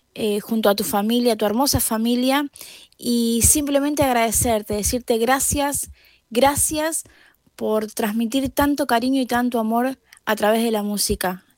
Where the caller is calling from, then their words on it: Aldo Bonzi, Buenos Aires Province, Argentina; de Aldo Bonzi